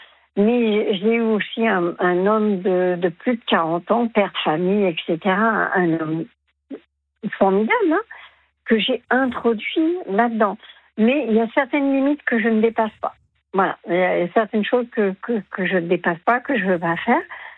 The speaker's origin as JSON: {"language": "French", "country": "France", "also_born_or_lived": "Germany", "moved": "as an adult", "said": "parce que moi j'ai habité plus de 20 ans en Allemagne, je suis une Française, mais j'ai habité très longtemps en Allemagne"}